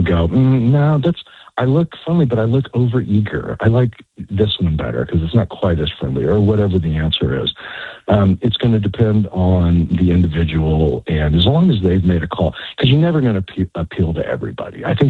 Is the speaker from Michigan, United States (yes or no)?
no; Texas, United States; I'm from Texas.